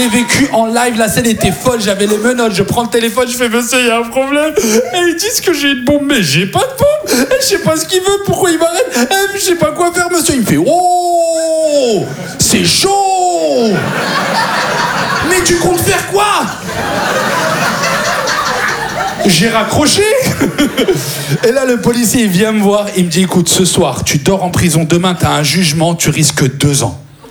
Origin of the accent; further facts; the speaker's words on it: France; je lui dis, je suis français.